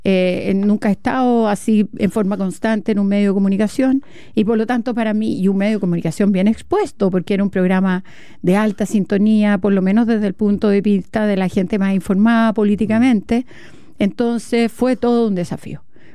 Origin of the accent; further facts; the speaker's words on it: Talca, Maule, Chile; Puro Talca. La verdad es que yo tengo un profundo amor por mi tierra, me siento súper talquina y muy orgullosa de mi padre y mi madre que fueron nacidos, criados y que todavía viven en Talca.